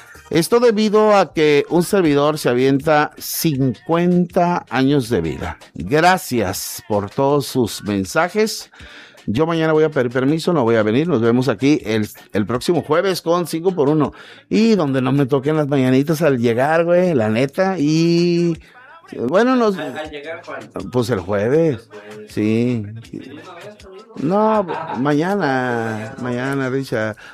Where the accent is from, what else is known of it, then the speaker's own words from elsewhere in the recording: Mexico; uno como mexicano